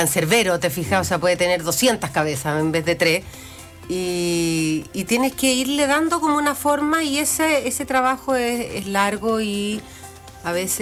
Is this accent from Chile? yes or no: yes; Chile; somos todos chilenos, pero no somos todos iguales.